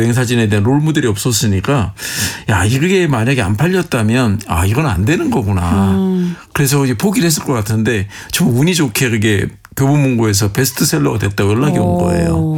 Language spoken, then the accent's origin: Korean; South Korea; 근데 제가 사정을 했어요. 내 한국에서 왔는데 안 되는 영어로 진짜 사정을 했어요.